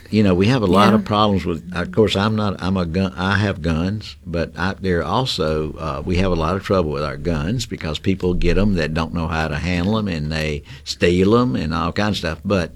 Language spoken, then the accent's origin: English; Jackson, Mississippi, United States; I grew up in South Jackson